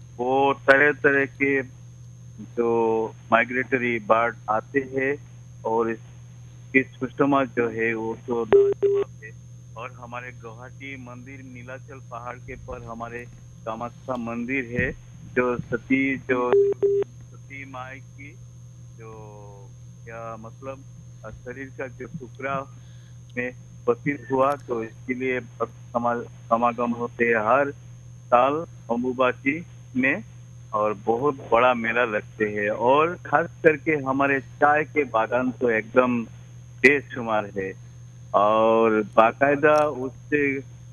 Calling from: Ramkrishna Nagar, Assam, India; मेरा गांव का नाम है राम कृष्ण नगर, डिस्ट्रिक्ट के श्री भूमि, आसाम से ताल्लुका है।

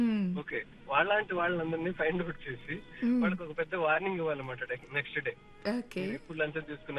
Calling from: Hyderabad, Telangana, India; నేను హైదరాబాద్ ఉప్పల్ నుంచి మాట్లాడుతున్నాను.

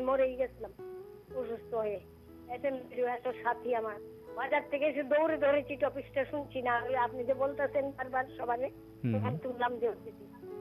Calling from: Tripura, India; জয়নগর দশমঘাট থেকে।

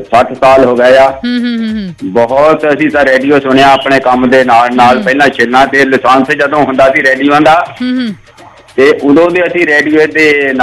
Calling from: Aujla, Punjab, India; ਇਹ ਪਿੰਡ ਜਿਹੜਾ ਸਾਡਾ ਹੈਗਾ ਔਜਲਾ ਪਿੰਡ ਬਲਗੇ ਦੇ ਲਾਗੇ ਆ, ਜਿੱਥੇ ਇਤਿਹਾਸੀ ਬਲਗਾ ਪਿੰਡ ਆ

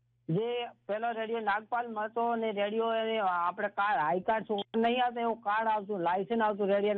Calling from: Gujarat, India; અમારું ગામ સારું છે, 1200-1300 ની વસ્તી છે અમારા રતનગઢ નવા હરિયાણા માં.

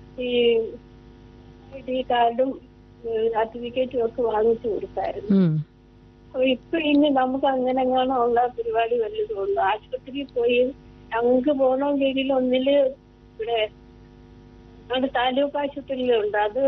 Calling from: Sooranad, Kerala, India; ശൂരനാട് വയ്യാങ്കരയിൽ നിന്നാണ്.

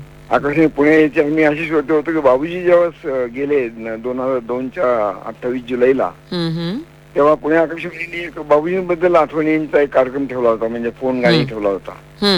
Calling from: Ahilyanagar, Maharashtra, India; बोलतोय अहिल्यानगरून.

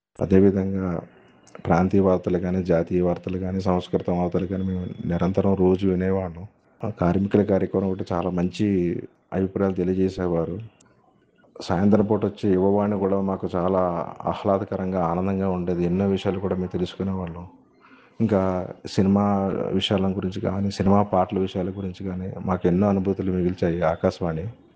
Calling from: Visakhapatnam, Andhra Pradesh, India; నేను విశాఖపట్నంలో ఉంటాను.

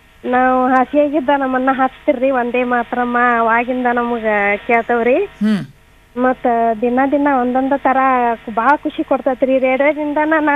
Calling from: Karnataka, India; ನಾ ಸಂಪ್ರಾಯಿಂದ … ರೀ ಮೇಡಮ್.

